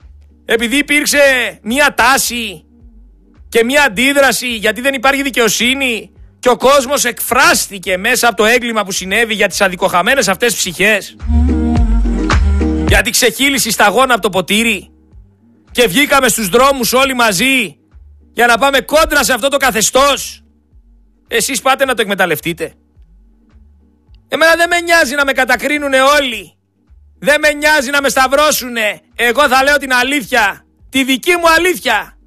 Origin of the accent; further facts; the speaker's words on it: Greece; Είμαι Έλληνας πολίτης